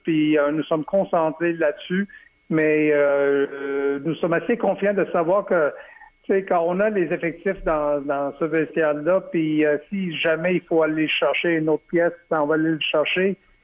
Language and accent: French; Montreal, Quebec, Canada; also born or lived in Edmonton; en 2002, moi, j'avais besoin de quitter Montréal pour aller dans l'ouest du pays pour aller travailler pour une équipe qui, à cette époque-là, s'appelait les Eskimos d'Edmonton, pour aller chercher ma crédibilité pour revenir dans ma ville natale